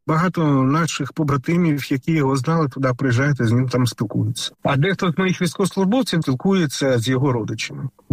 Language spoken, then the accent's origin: Ukrainian; Zaporizhzhia, Zaporizhzhia Oblast, Ukraine; Так, в моєму рідному місті Запоріжжя.